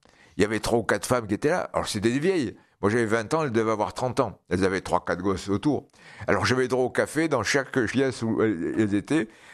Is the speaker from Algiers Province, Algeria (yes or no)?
yes; Algiers, Algiers Province, Algeria; born there; je leur ai dit, je suis né à Alger.